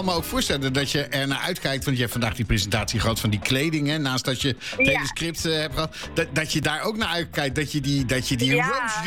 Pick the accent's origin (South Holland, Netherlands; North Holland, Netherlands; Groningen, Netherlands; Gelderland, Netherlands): South Holland, Netherlands; Rijswijk; Rijswijk, ja, dat is in elk geval een beetje waar ik vandaan kom.